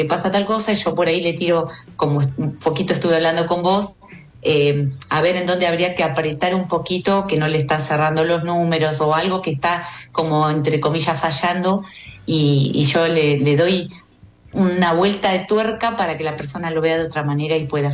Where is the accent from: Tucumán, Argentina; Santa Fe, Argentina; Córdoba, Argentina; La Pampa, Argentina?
La Pampa, Argentina; General Acha; born there; moved away as an adult; also born or lived in Santa Rosa; Yo soy nacida en General Hacha.